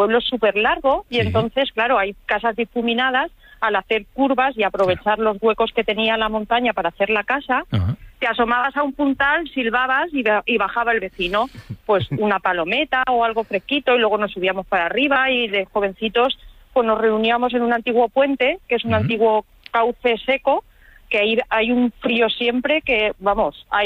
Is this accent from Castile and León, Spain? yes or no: no; Castilla-La Mancha, Spain; now in Burjasot, Spain; Que es de Albacete, claro.